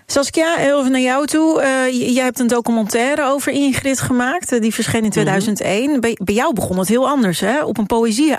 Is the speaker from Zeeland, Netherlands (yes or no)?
no; Amsterdam, North Holland, Netherlands; Nou, typisch wat voor mij als Amsterdammer meteen denken dat Ajax gescoord heeft.